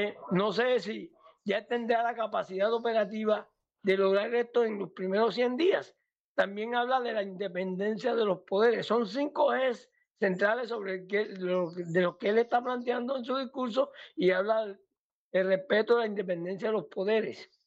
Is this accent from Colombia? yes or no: yes; Colombia; son temas que a uno le preocupan como colombiano.